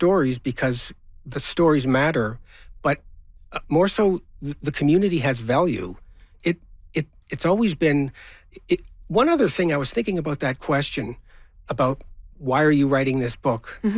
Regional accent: Toronto, Ontario, Canada; my entirely enriched and fantastic childhood I had growing up there.

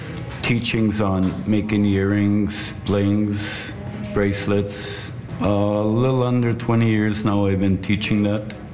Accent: Buffalo Narrows, Saskatchewan, Canada; I'm from Buffalo Narrows, Saskatchewan. I'm a First Nations person from Canoe Lake.

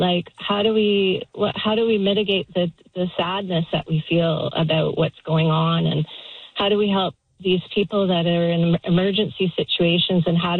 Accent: British Columbia, Canada; And, you know, I grew up in the Okanagan. I don't live there anymore, but you know, I was a tree planter early on.

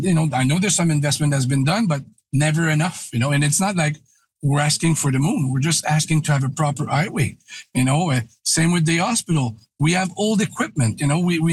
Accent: Quebec City, Quebec, Canada; You know, I moved in the region 35 years ago. I'm from Quebec City originally.

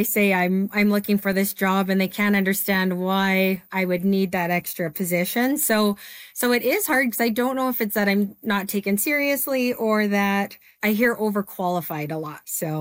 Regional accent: Lethbridge, Alberta, Canada; I am from Lethbridge, Alberta.

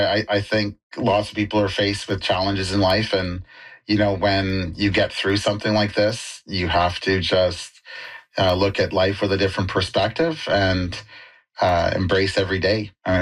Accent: Maple Ridge, British Columbia, Canada; she asked me where I was from, and I was like, I'm from Maple Ridge and stuff like that.

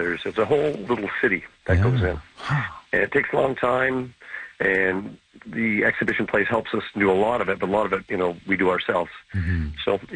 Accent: Scarborough, Ontario, Canada; now in Whitby, Canada; I grew up in Scarborough, and I live in Whitby and downtown here.

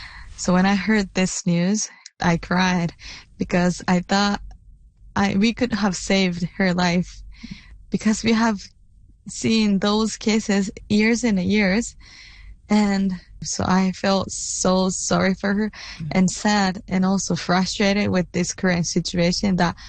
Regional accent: Chatan, Okinawa, Japan; I'm from a little town called Chatan, where the more than half of the land is U.S. bases.

